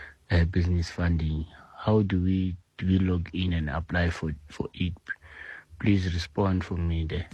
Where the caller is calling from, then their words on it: Carletonville, Gauteng, South Africa; I'm from Carltonville, Kutson.